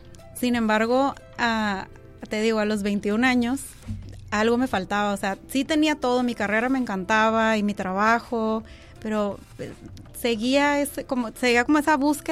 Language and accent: Spanish; Tijuana, Baja California, Mexico; De aquí, de Tijuana